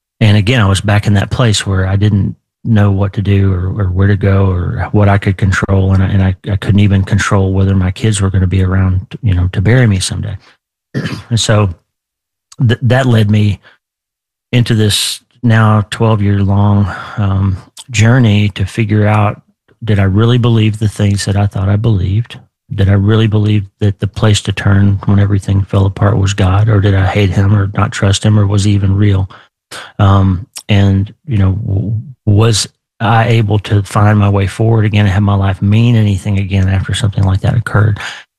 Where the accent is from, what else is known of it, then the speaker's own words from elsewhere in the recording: Oklahoma, United States; Yeah. So I grew up in Oklahoma in a small town